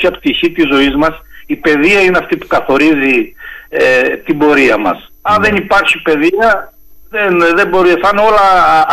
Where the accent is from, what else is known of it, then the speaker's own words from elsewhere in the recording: Greece; σαν Έλληνες πολίτες